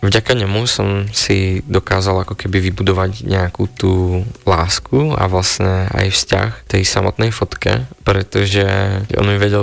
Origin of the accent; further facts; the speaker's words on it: Brezno, Banská Bystrica Region, Slovakia; Ja sám som pôvodom z Hore Hronia, konkrétne z Brezna. Tam som vlastne od malička navštevoval Zušku.